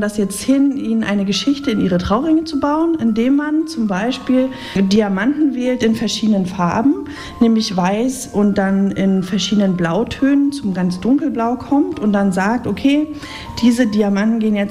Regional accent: Brandenburg, Germany; Nee, es ist Brandenburg, genau, im Norden von Brandenburg. Es ist der schönste Platz in Deutschland, ist in der Uckermark natürlich.

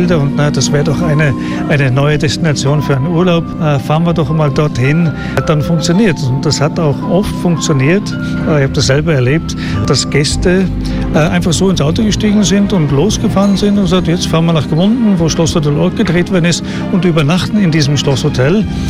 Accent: Bedford, East of England, United Kingdom; now in Austria

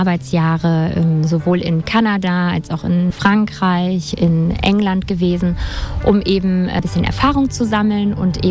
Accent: Rhineland, Germany; Also als Rheinländerin ist es so, dass man das immer mehr merkt, wenn sie im Rheinland geboren sind, dann ist es schon so, dass es sie immer wieder zurückzieht.

